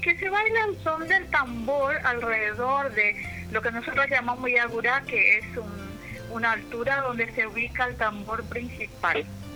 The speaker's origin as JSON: {"language": "Spanish", "country": "Paraguay", "tie": "born there", "said": "nos sentimos paraguayos por haber nacido aquí, ¿verdad? Aunque de sangre somos de ascendencia japonesa."}